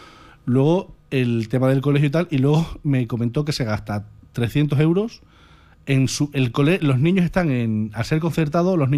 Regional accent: Spain

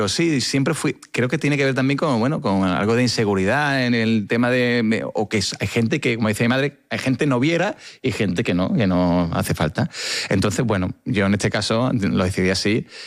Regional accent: Seville, Andalusia, Spain; todo el mundo sabe que yo soy de Sevilla y soy de una ciudad que se vive con mucha pasión.

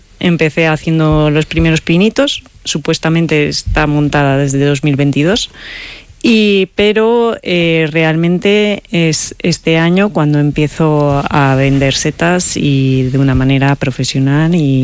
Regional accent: Valladolid, Castile and León, Spain; moved away as an adult; now in Becerril del Carpio, Spain; Yo soy vallisoletana, pucelana.

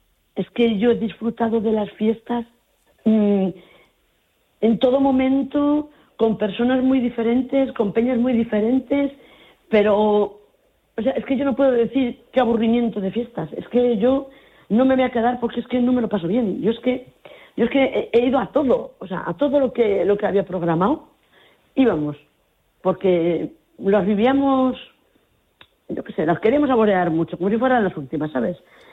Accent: Tarancón, Castilla-La Mancha, Spain; mi vida aquí en mi pueblo, desde pequeña hasta estos momentos.

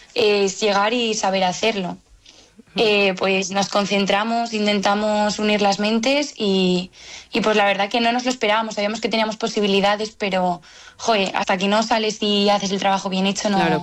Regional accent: Spain; aparte somos las primeras españolas de la delegación en conseguirlo

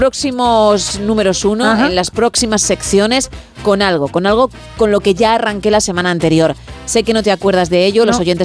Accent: Italy; Spanish is a second language; Pero bueno, seguimos y lo hacemos en mi tierra, si te parece.

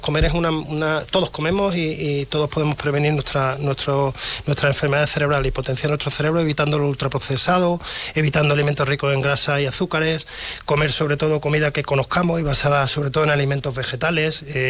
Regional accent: Andalusia, Spain; Yo soy andaluz

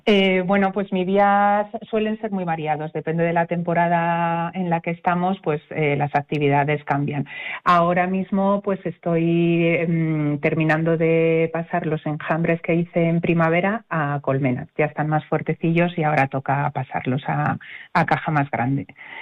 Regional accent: Castilla-La Mancha, Spain; en Guadalajara hay mucha tradición apícola. Yo en mi pueblo hay varios apicultores

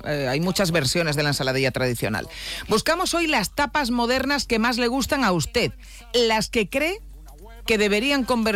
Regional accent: Seville, Andalusia, Spain

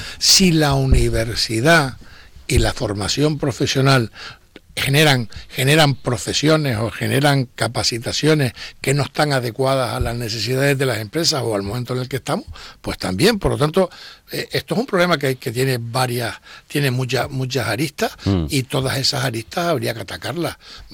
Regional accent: Canary Islands, Spain

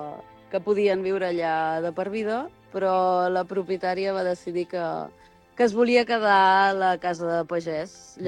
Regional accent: Barcelona, Catalonia, Spain; moved away as an adult; now in Gironella, Spain; Jo això soc de Barcelona, però bueno, amb aquest context familiar, no?

